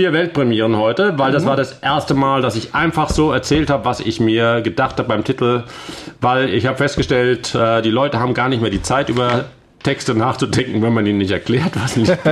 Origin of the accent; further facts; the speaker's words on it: Southern Germany, Germany; wir kommen eigentlich aus dem Süden.